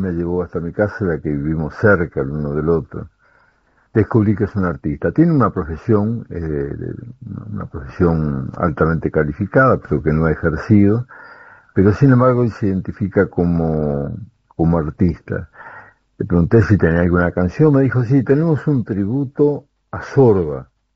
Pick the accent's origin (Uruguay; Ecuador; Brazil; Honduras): Uruguay; soy uruguayo